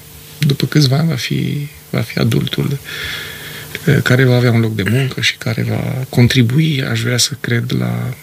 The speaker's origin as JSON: {"language": "Romanian", "country": "Romania", "said": "noi ca români"}